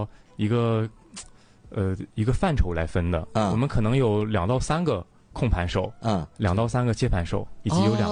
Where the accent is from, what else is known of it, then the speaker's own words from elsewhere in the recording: Dalian, Liaoning, China; moved away; 我是回到大连之后，我是大连人，从外地回到大连之后才加入的飞盘这项运动，